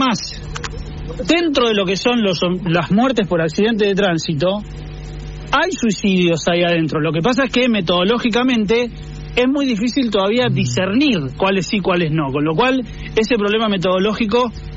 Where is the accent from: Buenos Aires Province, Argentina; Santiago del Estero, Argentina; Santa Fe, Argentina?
Buenos Aires Province, Argentina; La Plata; yo soy de La Plata